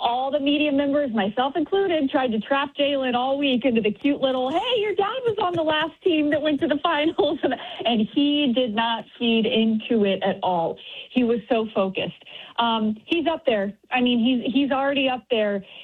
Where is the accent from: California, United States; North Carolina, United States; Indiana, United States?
Indiana, United States; I grew up in Indiana